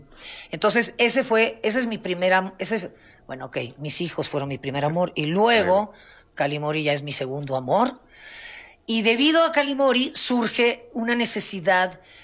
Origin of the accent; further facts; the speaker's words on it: Mexico City, Mexico; soy chilanga, pero bueno, traigo lo caribeño por dentro.